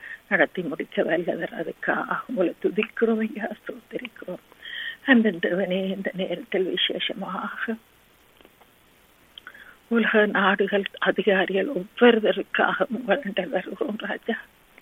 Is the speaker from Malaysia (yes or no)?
no; Sri Lanka; moved away; நாங்கள் பிறந்து வளர்ந்த அந்த சிறிய இலங்கை தீவுக்காக